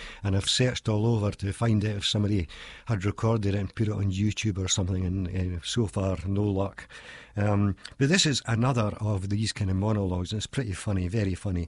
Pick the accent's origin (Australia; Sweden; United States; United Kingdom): United Kingdom; Dunfermline, Scotland; my hometown of Dunfermline in Fife in Scotland.